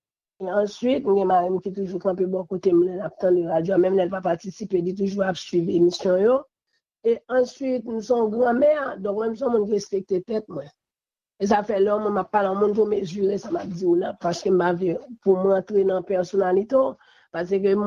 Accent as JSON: {"language": "French", "country": "Haiti", "said": "en tant que haïtien seulement, que nous avons."}